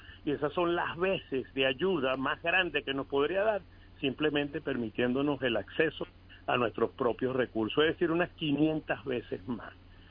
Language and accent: Spanish; Venezuela